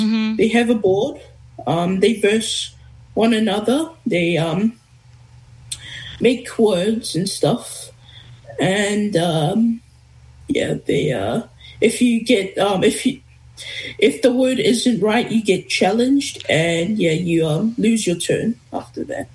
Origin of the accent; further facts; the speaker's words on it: Nui, Tuvalu; now in Auckland, New Zealand; I'm Tuvaluan. I come from Nui